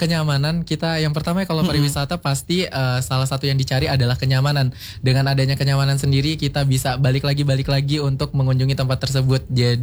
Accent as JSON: {"language": "Indonesian", "region": "Lampung", "country": "Indonesia", "tie": "born there", "said": "kita lahir di Provinsi Lampung, kita banggakan Provinsi Lampung. Mau sejelek apapun Provinsi Lampung, ini tempat lahir kita."}